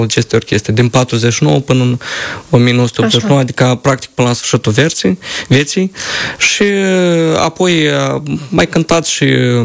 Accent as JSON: {"language": "Romanian", "town": "Călărași", "region": "Călărași District", "country": "Moldova", "tie": "born or raised there", "said": "a fost chiar în orașul de unde sunt eu, din Baștină, din Călăraș."}